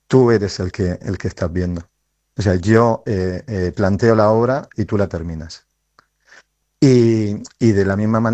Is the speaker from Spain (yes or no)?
yes; Torrevieja, Valencian Community, Spain; yo soy nacido en Torrevieja